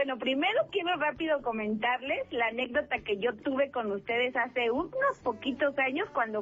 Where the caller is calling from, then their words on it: Cuautitlán Izcalli, State of Mexico, Mexico; Desde Cuautitlán Izcalli.